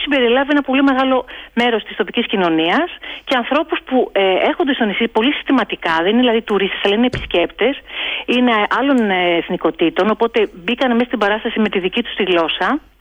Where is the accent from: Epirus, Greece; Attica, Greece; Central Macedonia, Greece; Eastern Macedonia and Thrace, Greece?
Attica, Greece; Athens; also born or lived in Netherlands; now in Donousa, Greece; Είμαι από την Αθήνα, αλλά κατάγομαι από Κέρκυρα. Έχω ζήσει κάποια χρόνια στην περιφέρεια, 2 χρόνια στοιχείο και πολλά χρόνια στο εξωτερικό.